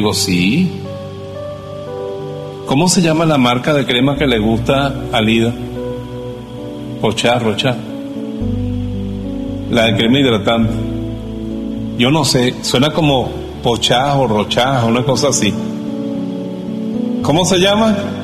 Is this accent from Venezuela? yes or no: yes; Bejuma, Carabobo, Venezuela; ¿Cómo se nota que yo soy de Bejuma?